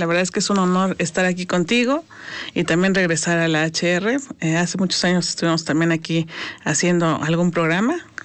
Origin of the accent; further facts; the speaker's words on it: Mexico; born there; yo, que ya tengo más de 50 años, nací sin que en México estuviera el derecho a la igualdad entre hombres y mujeres.